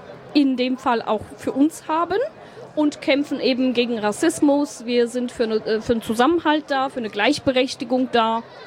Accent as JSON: {"language": "German", "region": "Hesse", "country": "Germany", "tie": "born there", "moved": "yes", "lives_now": "Mannheim, Germany"}